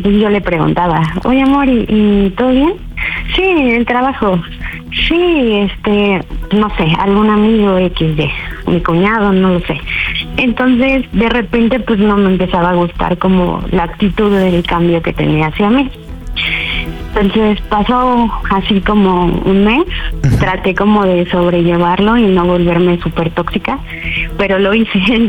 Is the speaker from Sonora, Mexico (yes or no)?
no; Cuernavaca, Morelos, Mexico; Tengo 38 años y soy de Cuernavaca.